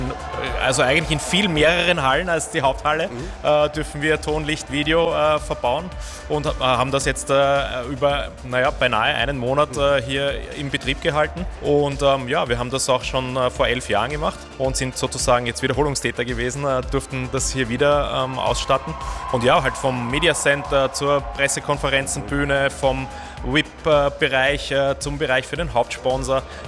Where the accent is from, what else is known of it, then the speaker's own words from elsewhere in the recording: Vienna, Austria; gerade als Wiener und als Österreicher ist man halt einfach stolz